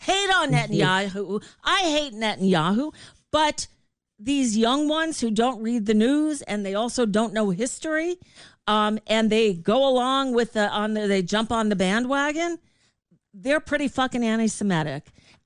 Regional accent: United States; We're American.

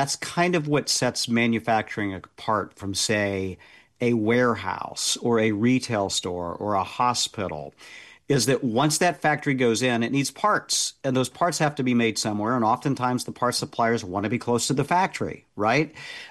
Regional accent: Indiana, United States; You know, I was just back in my home state of Indiana

